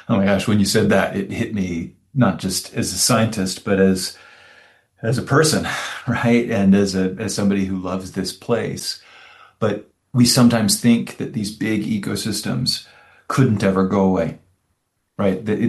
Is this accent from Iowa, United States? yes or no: no; Orem, Utah, United States; Yeah, I grew up in Orem, Utah, just in Utah Valley, about a half hour away from Great Salt Lake.